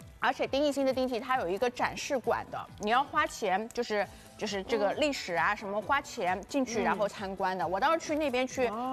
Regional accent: Shanghai, China

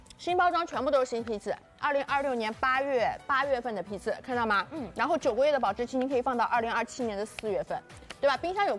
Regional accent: Shanghai, China; 像那个我们上海人很喜欢吃的那个什么，焖蹄面

